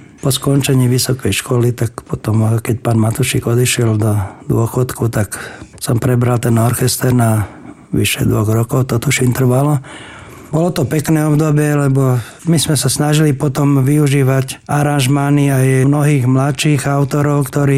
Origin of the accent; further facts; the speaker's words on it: Plavecký Štvrtok, Bratislava Region, Slovakia; also born or lived in Modra; A v Plaveckom štvrtku sme žili od môjho 5. roku. Takže áno, patrím k Plaveckému štvrtku. Mama bola pôvodom z Plaveckého štvrtka, otec bol od Trenčína.